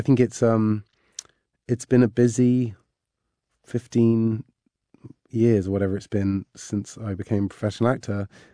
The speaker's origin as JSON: {"language": "English", "town": "Cheltenham", "region": "South West England", "country": "United Kingdom", "tie": "born or raised there"}